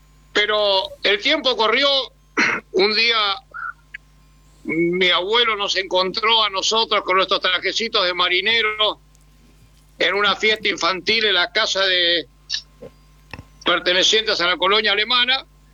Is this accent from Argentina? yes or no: yes; General Belgrano, Buenos Aires Province, Argentina; de los Pagos de Belgrano.